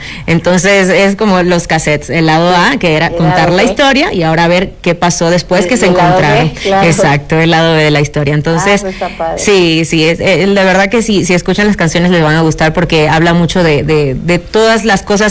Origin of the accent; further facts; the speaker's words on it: Venezuela; Yo soy venezolana, pero crecí escuchando y viendo televisión mexicana.